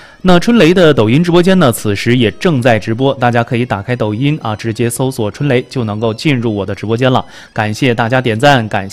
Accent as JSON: {"language": "Chinese", "region": "Liaoning", "country": "China", "accent": "Northeastern dialect", "said": "咱们东北话就挺嘎咕啊"}